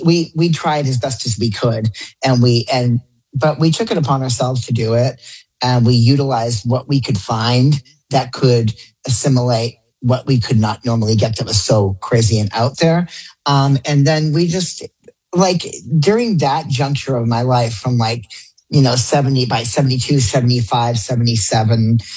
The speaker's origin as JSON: {"language": "English", "region": "New Hampshire", "country": "United States", "tie": "born or raised there", "said": "I grew up in New Hampshire. And I was in the woods of New Hampshire with my best friend."}